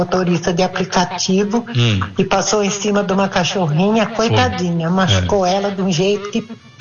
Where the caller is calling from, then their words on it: Brazil; eu sou aqui do Jardim Tamoio, né?